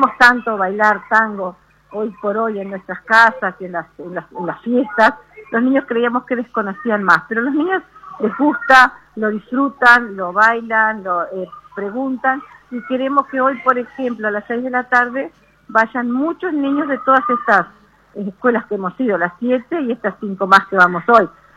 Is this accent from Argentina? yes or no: no; Tacuarembó, Uruguay; somos Tacuarembó, tierra de … del tango y del folclore